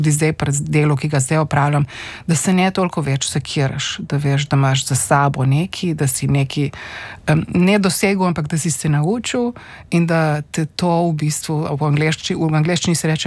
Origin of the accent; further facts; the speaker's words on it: Postojna, Littoral–Inner Carniola, Slovenia; Jaz sem odraščala v Postojni, se pravi pri, oziroma bom reka splošno na Primorske